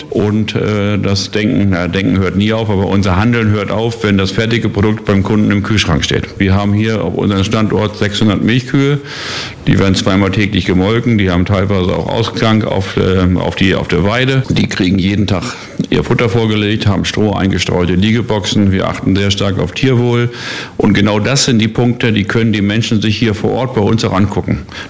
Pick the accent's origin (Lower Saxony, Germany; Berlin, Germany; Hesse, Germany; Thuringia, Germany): Lower Saxony, Germany; moved away as an adult; now in Uckermark, Germany; Gebürtig komme ich aus dem Raum Hannover